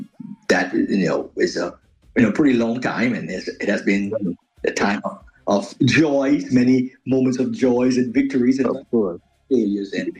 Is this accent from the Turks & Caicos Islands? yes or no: yes; Providenciales, Turks & Caicos Islands; also born or lived in South Caicos; I was born right here in Providence, Hillies. I grew up in one of the local communities here, the community of the Bight.